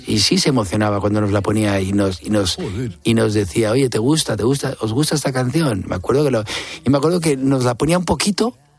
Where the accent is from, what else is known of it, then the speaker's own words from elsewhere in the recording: Spain; Estoy contento porque voy a estar aquí en mi país 3 meses.